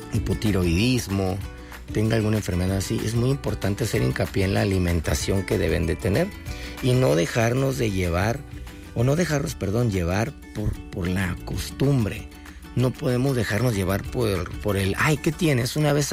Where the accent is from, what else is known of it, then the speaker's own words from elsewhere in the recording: Mexico; porque somos bien mexicanos, entonces tenemos nuestras raíces, ¿no?